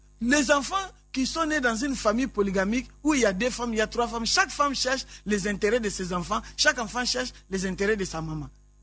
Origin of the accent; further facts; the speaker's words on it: DR Congo; moi je suis de la RDC.